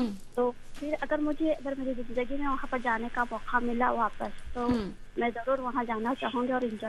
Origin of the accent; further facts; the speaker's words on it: Mumbai, Maharashtra, India; क्योंकि मैं मुंबई से बिलोंग करती हूँ।